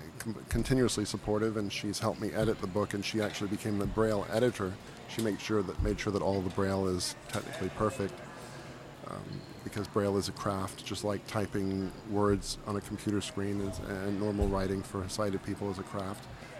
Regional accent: Washington, District of Columbia, United States; this is my bread and butter, my hometown, and the Southwest is really my origin, where I grew up, and also where I returned to finish writing my book. I've lived all over town, but now it's I'm back where I started.

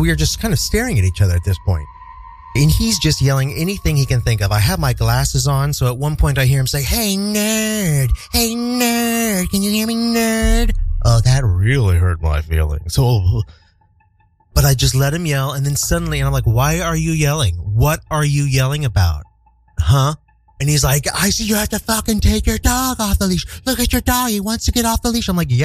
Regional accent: Midwest, United States; moved away; I am a Midwesterner at heart.

